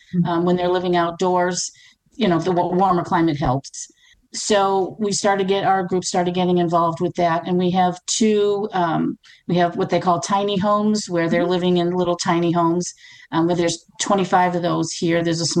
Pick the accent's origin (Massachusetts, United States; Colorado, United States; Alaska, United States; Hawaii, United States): Massachusetts, United States; now in Myrtle Beach, United States; And then in 2008, here in Myrtle Beach, because we're originally from Massachusetts.